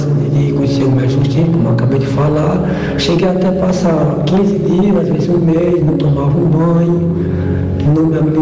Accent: São Bento do Una, Pernambuco, Brazil; Eu sou da cidade de São Bento do Una.

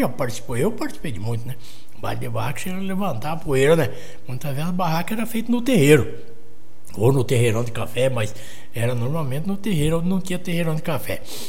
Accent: Piratininga, São Paulo, Brazil; Minha terra, meus amigos conterrâneos. Piratiningano, nosso abraço

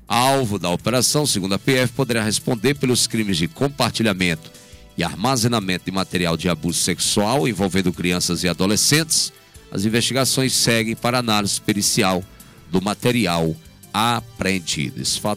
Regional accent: Brazil; nós somos brasileiros

